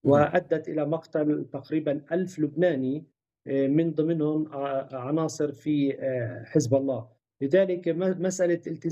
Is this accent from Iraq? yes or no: no; Palestine; نحن كفلسطينيين